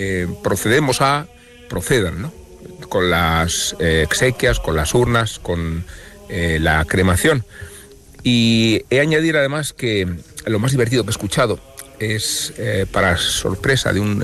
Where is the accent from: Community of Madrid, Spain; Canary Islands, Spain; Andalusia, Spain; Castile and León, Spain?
Castile and León, Spain; Salamanca